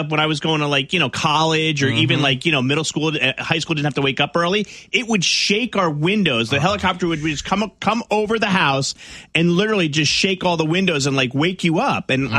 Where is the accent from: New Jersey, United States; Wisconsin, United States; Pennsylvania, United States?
New Jersey, United States; When I grew up in New Jersey, speaking about helicopters, I grew up in New Jersey.